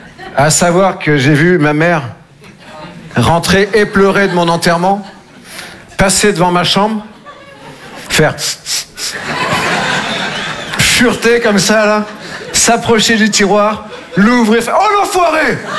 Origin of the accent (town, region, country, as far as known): Nouvelle-Aquitaine, France